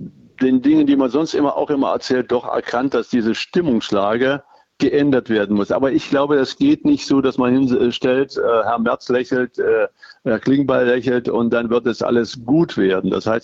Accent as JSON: {"language": "German", "town": "Erfurt", "region": "Thuringia", "country": "Germany", "said": "selbst als Erfurter"}